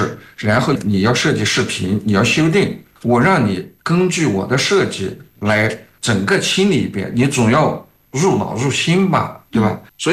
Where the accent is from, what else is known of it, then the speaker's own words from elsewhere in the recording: China; 我们作为侨乡人，我们作为中国人